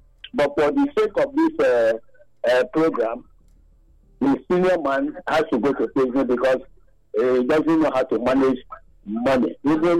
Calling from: Nigeria; I'm calling from Ogbesha Community.

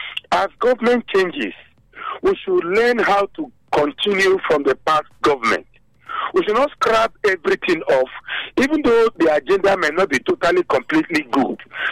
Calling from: Benin City, Edo, Nigeria; Yes, I'm calling from Mission Road.

